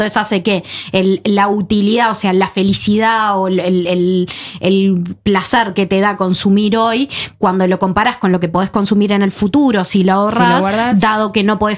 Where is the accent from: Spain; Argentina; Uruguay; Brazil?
Uruguay; Uruguay seguimos siendo un país latinoamericano